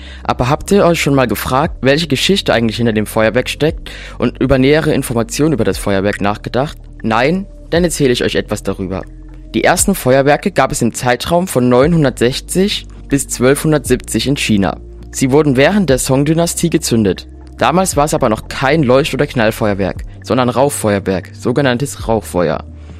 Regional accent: Dresden, Saxony, Germany; bin aus Dresden.

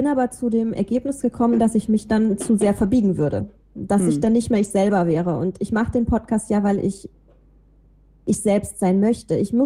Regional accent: Rhineland, Germany; accent: Rhinelandic dialect; ich bin halt nun mal im Rheinland aufgewachsen

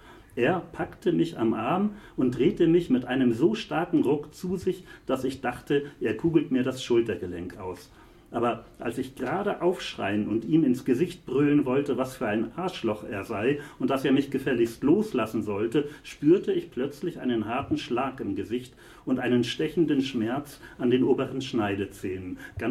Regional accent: Northern Germany, Germany; Ich fremdel ja als Norddeutscher mit solchen Begriffen sehr.

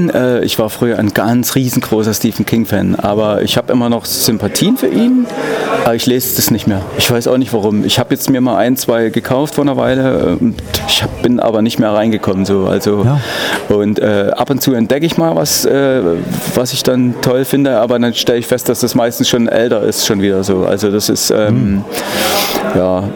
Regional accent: Dresden, Saxony, Germany; Ich bin Dresdner, ja.

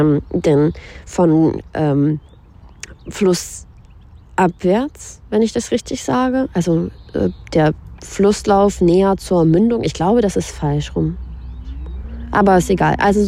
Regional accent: Ukraine; als ich das erste Mal wieder in der Ukraine war, also so richtig in meiner Heimatstadt und dann die Zerstörung gesehen habe

